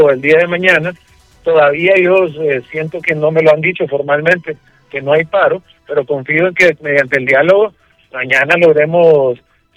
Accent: Honduras; Lo bueno es que todos estamos claros que aquí todos somos hondureños, y el mal de uno nos afecta a todos

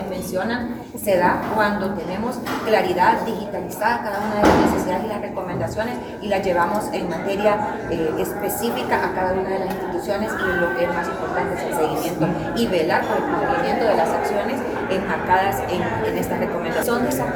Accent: Honduras; todos somos hondureños

